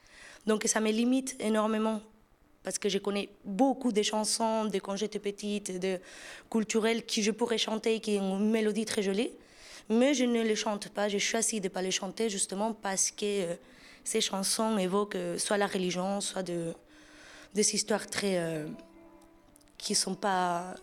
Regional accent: Seville, Andalusia, Spain; born there; French is a second language; moved away; also born or lived in Granada; Je suis née à Séville, toute ma famille est là-bas. Je fais mes études à Grenade.

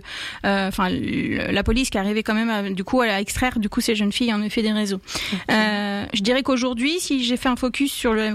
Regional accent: France; born there; La vie a fait que je suis née en France, avec la protection, en effet, que m'offre, ma nationalité.

